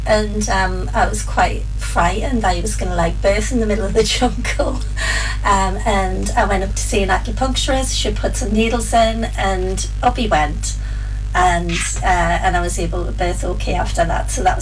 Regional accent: North East England, United Kingdom; moved away as an adult; also born or lived in London / Indonesia; I'm from the northeast of England. You can tell that by my accent. But I lived in London for 10 years.

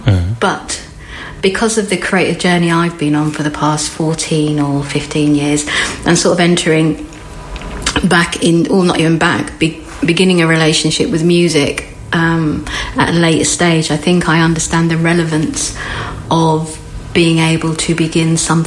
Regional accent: Dungarvan, Munster, Ireland; also born or lived in Waterford; I was born in Waterford, but we lived in Dungarvan in a tiny road called Cal Brew. And we my parents would have gone a little bit backwards and forwards prior to that.

